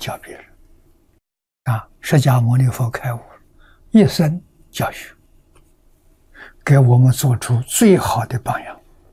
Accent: China; 我们中国人

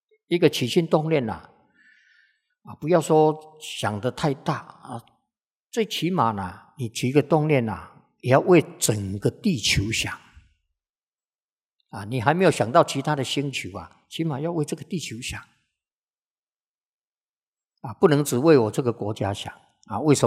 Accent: China; 那我到日本去啊，我们中国人啊，不好的自己留起来用，好的外销卖出去。

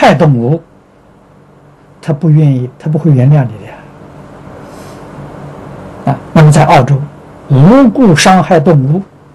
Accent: China; 我们中国人的身体不如外国人。

